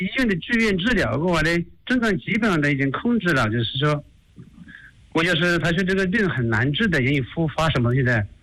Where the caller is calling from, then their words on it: Hunan, China; 我是湖南的一位听众哦